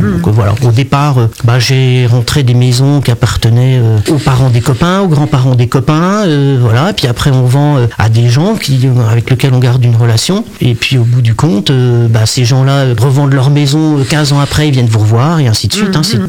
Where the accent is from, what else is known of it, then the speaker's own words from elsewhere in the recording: Corbigny, Bourgogne-Franche-Comté, France; Je suis originaire de Corbigny à la base